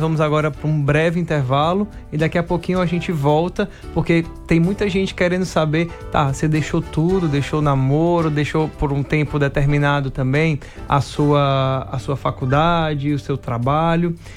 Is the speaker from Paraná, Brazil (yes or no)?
no; Fortaleza, Ceará, Brazil; Minha mãe é consagrada em outra comunidade, na comunidade de Aliança, lá em Fortaleza, de onde eu vim.